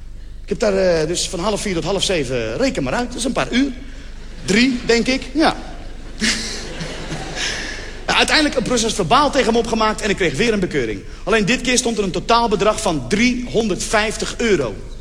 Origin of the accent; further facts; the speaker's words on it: Morocco; ik ben gewoon een Marokkaan die heel goed Nederlands kan praten